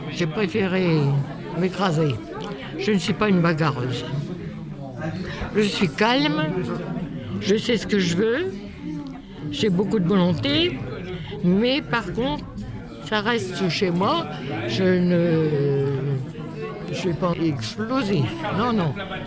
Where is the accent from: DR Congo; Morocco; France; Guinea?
France; Lévignan; born or raised there